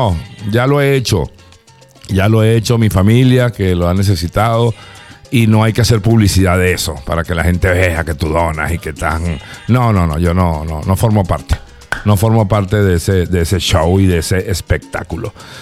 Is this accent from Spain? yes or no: no; La Guaira, Venezuela; also born or lived in Maiquetía; nací en Maiquetía, en la clínica San José. Estuve hasta los 10 años, me crié hasta los 10 años en La Guaira.